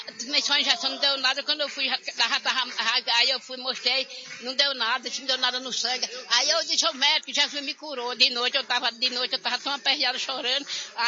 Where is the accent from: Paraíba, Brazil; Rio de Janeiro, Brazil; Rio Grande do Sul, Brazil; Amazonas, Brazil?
Paraíba, Brazil; moved away; Eu vim da Paraíba em 2010, morrendo, coração inchado, não tinha médico, nada, tinha cirurgia, vim da Paraíba, sofrendo